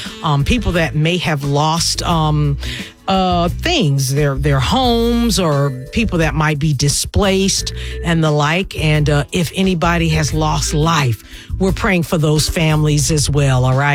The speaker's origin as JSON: {"language": "English", "region": "Alabama", "country": "United States", "tie": "born or raised there", "moved": "yes", "lives_now": "Jacksonville, United States", "said": "I know it definitely hit my hometown where I was born at in Alabama."}